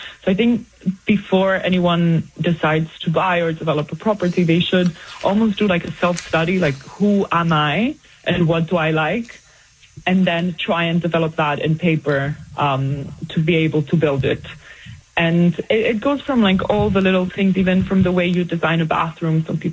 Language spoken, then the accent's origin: English; Greece; I am from Greece. I've grown up going to Antiparos, and it's my island that feels like home every summer.